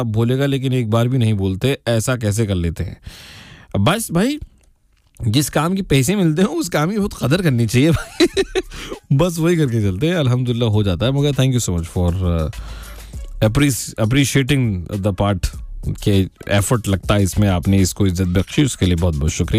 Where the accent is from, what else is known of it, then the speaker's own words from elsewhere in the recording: Mumbai, Maharashtra, India; मैं मुंबई से हूँ.